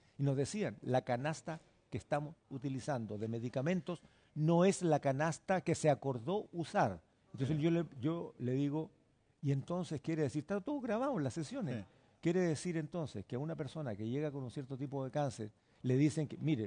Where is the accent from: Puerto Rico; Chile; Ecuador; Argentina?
Chile; Como chilenos, como cultura.